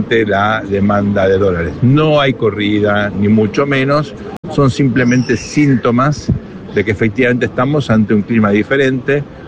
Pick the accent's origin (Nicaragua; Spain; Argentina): Argentina; Somos argentinos